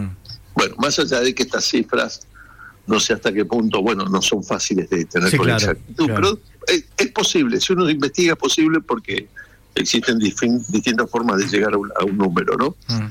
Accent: Argentina

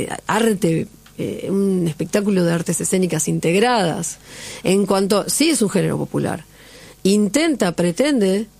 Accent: Pontevedra, Buenos Aires Province, Argentina; moved away as an adult; now in Buenos Aires, Argentina; soy de Pontevedra.

